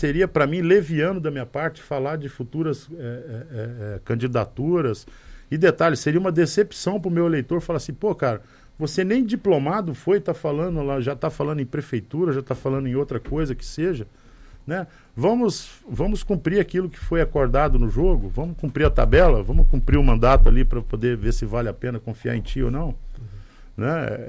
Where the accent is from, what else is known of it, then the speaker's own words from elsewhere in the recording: Santa Catarina, Brazil; Eu amo, sou patriota, sou brasileiro